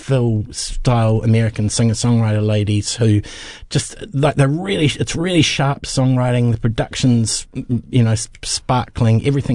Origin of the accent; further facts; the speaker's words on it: Timaru, Canterbury, New Zealand; growing up in Timaru as a child